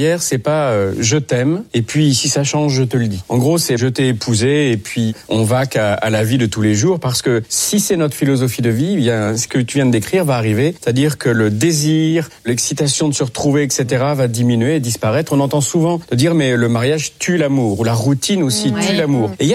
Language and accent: French; France; on est français